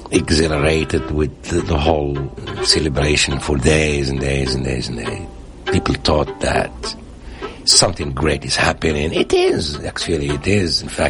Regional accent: Marrakesh, Marrakesh-Safi, Morocco; now in Portland, Maine, United States; I'm 57 and born and raised in North Africa, Morocco. Born in Marrakesh.

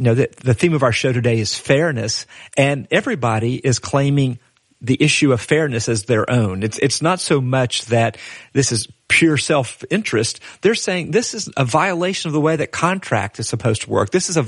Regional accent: Tennessee, United States; as a native of East Tennessee

